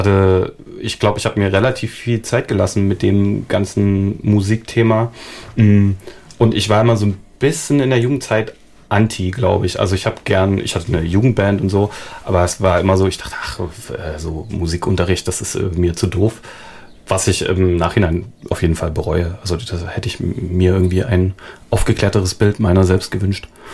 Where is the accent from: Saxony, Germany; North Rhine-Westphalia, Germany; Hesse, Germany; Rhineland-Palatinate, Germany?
Saxony, Germany; moved away as an adult; also born or lived in Leipzig; now in Northern Germany; ich habe in Leipzig studiert und komme aus der Nähe von Dresden, beziehungsweise zwischen Dresden und Bautzen.